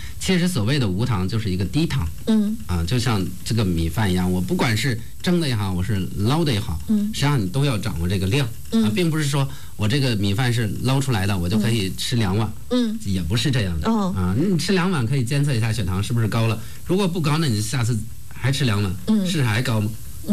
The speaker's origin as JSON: {"language": "Chinese", "country": "China", "said": "咱们就是中国人的这种烹饪可能油脂的含量还稍微高一点"}